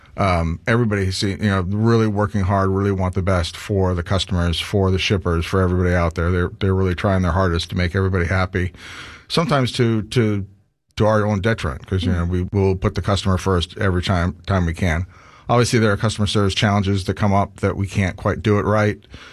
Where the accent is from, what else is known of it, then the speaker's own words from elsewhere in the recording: San Francisco, California, United States; Well, I'm a born and bred Californian. I grew up in the San Francisco area, came out to New York to go to college, to the Merchant Marine Academy, hightailed it back to California after college